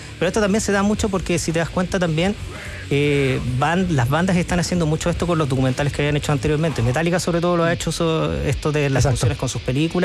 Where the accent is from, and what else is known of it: Chile